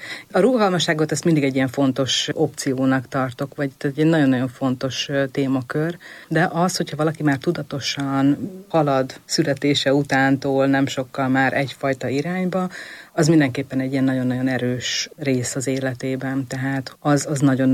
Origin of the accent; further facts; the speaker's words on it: Hungary; vidéki vagyok